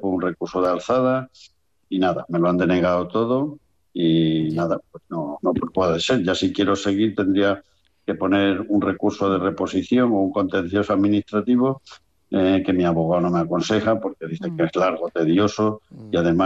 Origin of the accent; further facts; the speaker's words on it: Cáceres, Extremadura, Spain; aunque yo soy de Cáceres y tengo una casa en un pueblo de Cáceres que se llama Casa Tejada